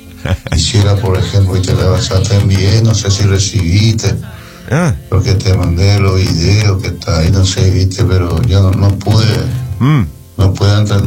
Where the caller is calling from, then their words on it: Espinillo, Formosa, Argentina; Yo soy de Espinillo